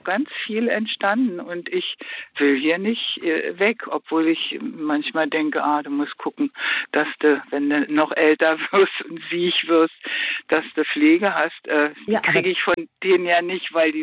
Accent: West Germany, Germany; now in Kleinmachnow, Germany; Ich bin vor 2,5 Jahren als Wessi nach Kleinmachnow gezogen

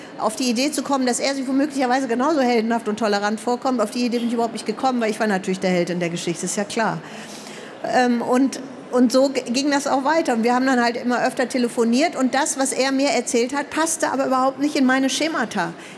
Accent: Germany; born there; Ich soll dahin, wo ich herkomme und so weiter. Ich bin hier geboren, auch egal.

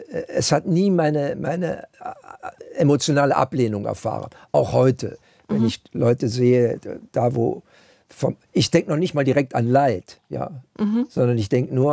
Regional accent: Süchteln, North Rhine-Westphalia, Germany; Und das hat mich als kleiner Junge in der Volksschule wirklich beeinflusst, muss ich sagen.

